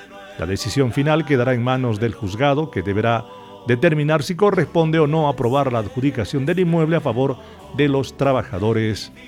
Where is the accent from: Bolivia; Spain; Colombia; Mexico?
Bolivia; Tarija; Así nomás somos los tarijeños